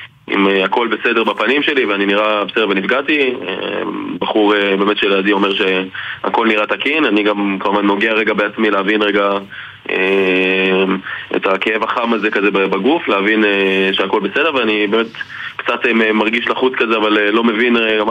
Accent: Tel Aviv, Tel Aviv District, Israel; now in Herzliya, Israel; בן 26, אני גדלתי בתל אביב, היום אני גר בהרצליה, סטודנט שנה ראשונה לפסיכולוגיה ומנהל עסקים באוניברסיטת רייכמן

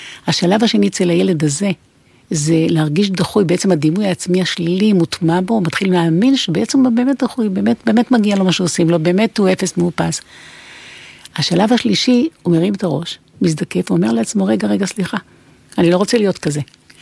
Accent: Ashkelon, Southern District, Israel; moved away as an adult; אני נולדתי בעיר הזאת. זו עיר שעושה לי טוב, למרות שעזבתי אותה בגיל 18 ולא חזרתי, המשפחה גרה שם, אבל אני לא חזרתי לאשקלון יותר.

